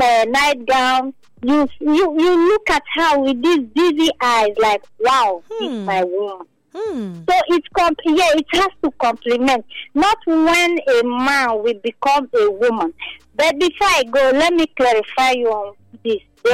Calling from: Opa, Nigeria; from Opa.

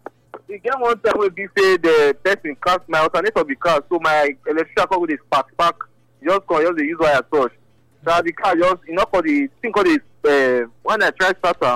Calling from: Benin City, Edo, Nigeria; We come from Benin City.

